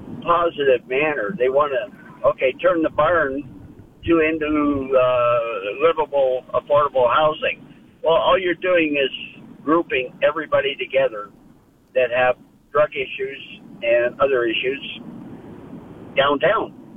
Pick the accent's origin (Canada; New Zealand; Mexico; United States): Canada; Windsor, Ontario; I grew up in Windsor. I lived in Windsor all my life.